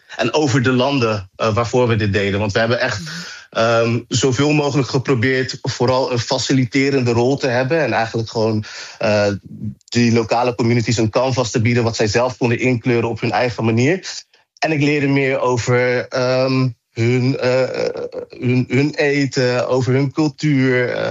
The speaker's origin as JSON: {"language": "Dutch", "country": "Netherlands", "tie": "born or raised there", "said": "Ik ben zelf, ik heb zelf een Ghanese achtergrond. Ik ben in Nederland opgegroeid, maar mijn roots liggen in Ghana."}